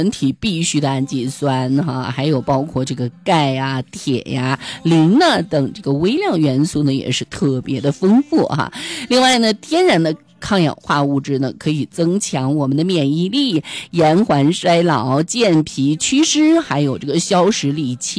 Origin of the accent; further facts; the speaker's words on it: Yuxi, Yunnan, China; 当然也是咱们云南人啊，咱们玉溪人家这个餐桌上的当之无愧的一个下饭神器哈